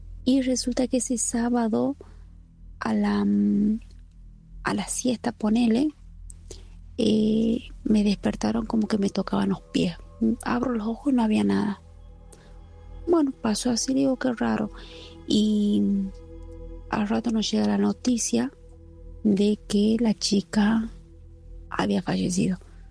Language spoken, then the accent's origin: Spanish; Famaillá, Tucumán, Argentina; Yo venía de estudiar, yo soy de Famaillá. Bueno, yo venía de estudiar de San Miguel del Tucumán, de la capital.